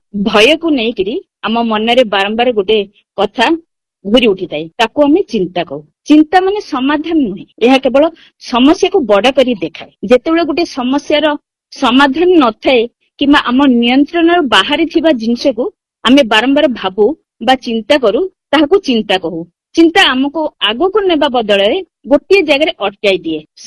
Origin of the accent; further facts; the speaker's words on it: Jeypore, Odisha, India; ମୋର ପିଲାବେଳଟା ମୁଁ ଜୟପୁରରେ କଟାଇଥିଲି। ମୋ ବାପା କଣ୍ଟ୍ରେନିଂ କରୁଥିଲି ଆଉ ମୋ କ୍ଲାସ୍ 7 ପର୍ଯ୍ୟନ୍ତ ମୁଁ ଜୟପୁରରେ ପଢୁଥିଲି।